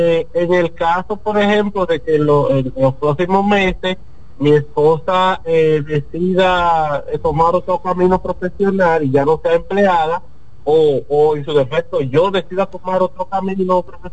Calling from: Villa Altagracia, San Cristóbal, Dominican Republic; de Villa Altagracia.

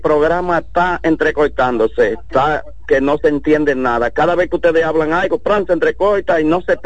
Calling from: Santiago de los Caballeros, Santiago, Dominican Republic; En Santiago de los Caballeros

